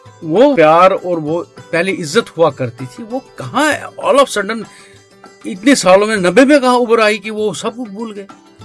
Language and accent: Hindi; Jammu and Kashmir, India; born there; moved away; मैं कश्मीरी हूँ, मन में मेरा कश्मीर बसा हुआ है